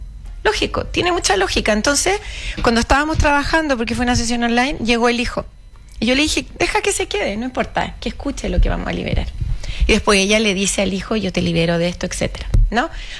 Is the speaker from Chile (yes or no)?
yes; Chile; que somos los chilenos